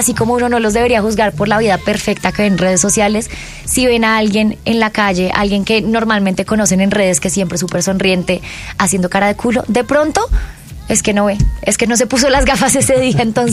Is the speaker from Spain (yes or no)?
no; Colombia; todos como colombianos crecimos oyendo